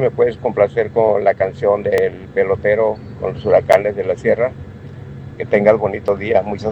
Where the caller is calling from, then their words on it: Progreso, Yucatán, Mexico; Te hablo de Progreso, Yucatán.